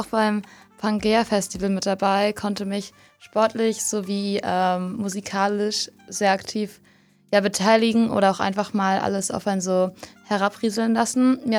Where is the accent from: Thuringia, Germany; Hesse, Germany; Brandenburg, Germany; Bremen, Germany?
Thuringia, Germany; in Thüringen und das ist meine Heimat, da konnte ich dann nochmal die Familie sehen.